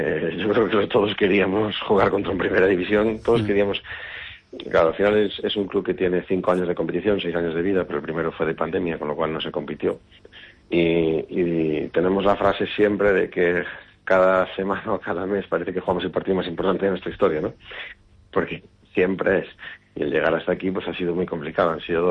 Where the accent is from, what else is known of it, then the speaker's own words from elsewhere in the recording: Galicia, Spain; siendo gallegos, pues lógicamente preferíamos un gallego